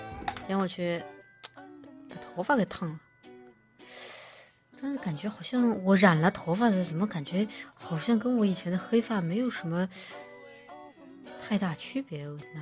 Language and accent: Chinese; China; 我家乡川渝地区